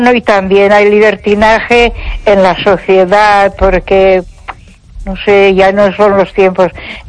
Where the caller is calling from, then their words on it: Ponferrada, Castile and León, Spain; de Ponferrada.